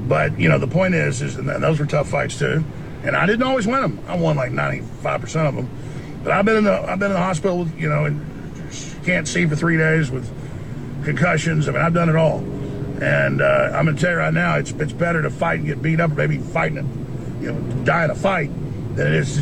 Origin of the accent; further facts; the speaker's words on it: Dallas, Texas, United States; I grew up in Dallas, and I mean, it made me the man I am that I was racially attacked.